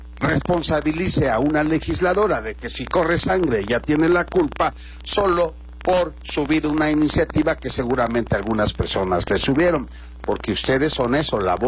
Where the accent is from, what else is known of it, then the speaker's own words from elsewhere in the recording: Guerrero, Mexico; somos guerrerenses.